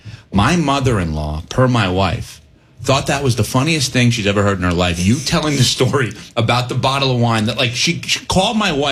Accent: New York, United States; But I'm sure at one point, because the time we grew up in New York, you and I, CC, Don Mattingly was everyone's favorite player.

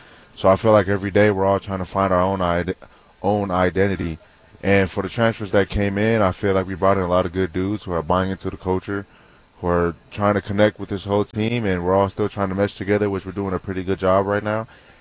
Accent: Las Vegas, Nevada, United States; But it ain't that bad. I grew up in Las Vegas, so it ain't too bad.

